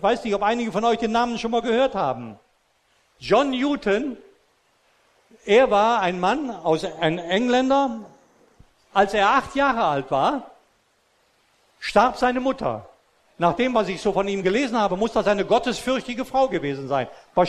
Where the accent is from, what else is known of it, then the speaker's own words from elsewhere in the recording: Austria; Ich bin ja in Österreich groß geworden, als römisch-katholischer Christ, ordentlich erzogen